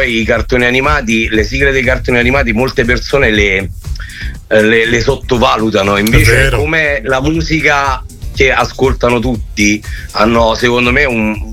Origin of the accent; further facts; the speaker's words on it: Cassino, Lazio, Italy; Io arrivo da Cassino, in provincia di Frosinone.